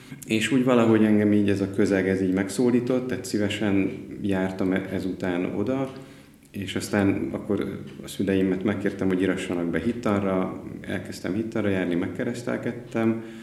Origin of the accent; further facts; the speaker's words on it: Komló, Baranya, Hungary; Én Komlón születtem, ami egy szocialista bányaváros, ugye Baranya megyében. Kisgyerekkoromban nem jártunk templomba, így családostul